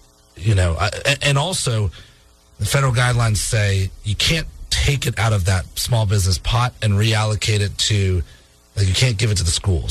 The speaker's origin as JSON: {"language": "English", "region": "Massachusetts", "country": "United States", "tie": "born or raised there", "moved": "yes", "lives_now": "Alabama, United States", "said": "growing up in Massachusetts, I was always a fall allergy kid when I was younger"}